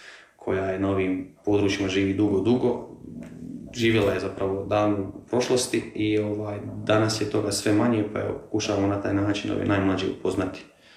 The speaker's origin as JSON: {"language": "Croatian", "region": "Central Bosnia Canton", "country": "Bosnia & Herzegovina", "said": "običaj je kod nas u Srednjoj Bosni i šire"}